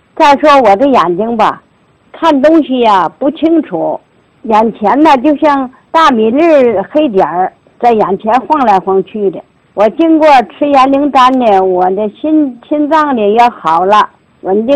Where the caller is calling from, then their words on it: Tianjin, China; 我来自天津静海区，我今年呢76岁，51年出生，农历呀5月初6。